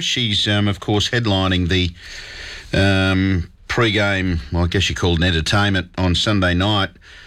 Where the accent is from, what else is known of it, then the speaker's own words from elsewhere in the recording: Queensland, Australia; I'm from Queensland, so unfortunately I've had NRL pushed in front of me, which kind of sucks.